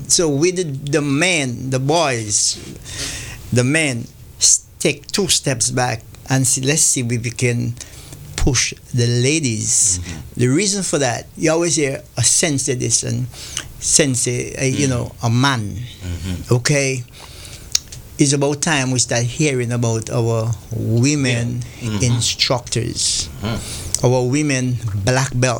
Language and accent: English; Antigua & Barbuda; No, I'm from Antigua. Antigua is a little island.